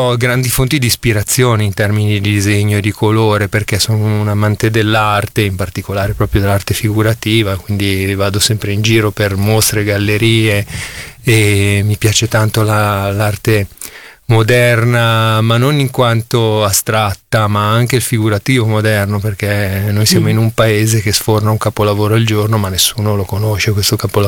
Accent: Milan, Lombardy, Italy; Sì, io sono di Milano e provengo proprio dal quartiere di Ponte Lambro.

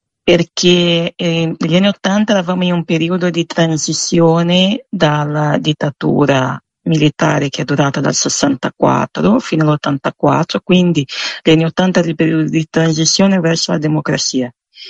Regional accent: Mato Grosso do Sul, Brazil; moved away; una regione da dove vengo io, che è il Mato Grosso do Sul

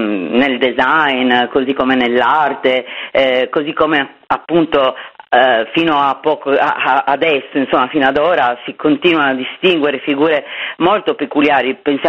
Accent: Sardinia, Italy; Io sono arrivata 6 anni fa, non sono nativa di questi luoghi, sono sarda ma non sono di Bonorva, non sono del Meiogu, e il mio primo obiettivo è stato quello di integrarmi

